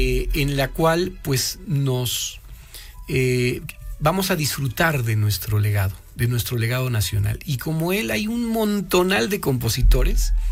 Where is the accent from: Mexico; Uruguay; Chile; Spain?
Mexico; Si somos mexicanos, pues obviamente la música mexicana de concierto.